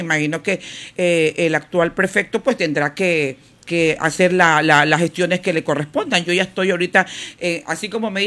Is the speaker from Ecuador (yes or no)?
yes; Ecuador; nosotros como ecuatorianos